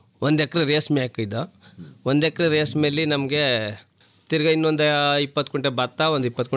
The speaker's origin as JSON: {"language": "Kannada", "region": "Karnataka", "country": "India", "tie": "born or raised there", "said": "ನಾವು ಹುಟ್ಟೂರು ಕಾಗೇಳ ದೊಡ್ಡಿ. ಕಾಗೇಳ ದೊಡ್ಡಿ ಅಂದ್ರೆ ನಮ್ಮ ತಾಯಿ ಊರು ದೂರನೇ, ಆದ್ರೆ ನಾವು ಹುಟ್ಟೂರು ಚಿಕ್ಕವರಿಂದ ಕಂಡಿರೋದು ಕಾಗೇಳ ದೊಡ್ಡಿ."}